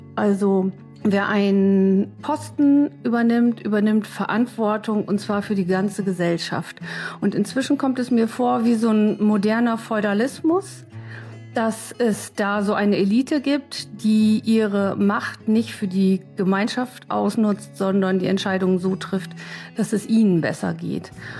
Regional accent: Hannover, Lower Saxony, Germany; Also ich fühle mich als Hannoveranerin, das habe ich bewusst entschieden und dieses Deutschland hingegen, das ist irgendwie so vage.

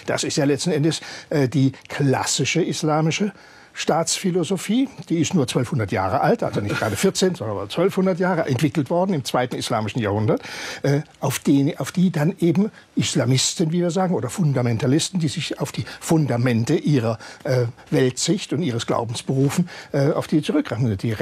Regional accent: Baden-Württemberg, Germany; Ich komme aus Südbaden und da ist alles sehr badisch und sehr lieb und behäbig und ja.

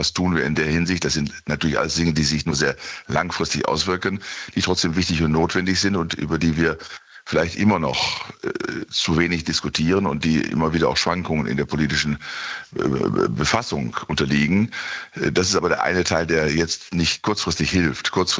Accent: Bielefeld, North Rhine-Westphalia, Germany; in meiner Heimatstadt Bielefeld

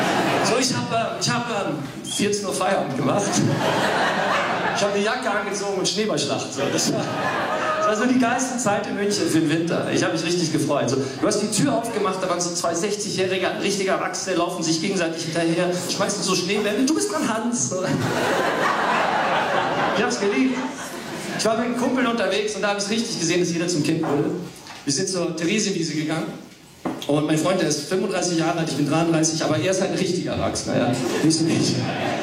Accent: Wales, United Kingdom

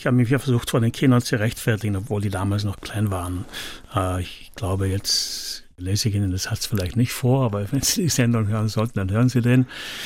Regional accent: Iran; Aber sicher, wir sind auch geprägt durch den starken, gerade im Iran, wo ich aufgewachsen bin, damals bundesdeutschen Tourismus, der war sehr stark.

